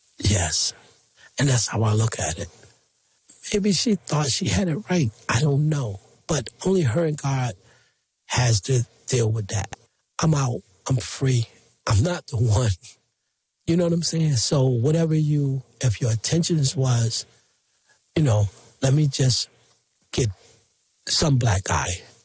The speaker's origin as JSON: {"language": "English", "town": "Hartford", "region": "Connecticut", "country": "United States", "said": "You know, we are from Hartford. Hartford is very small."}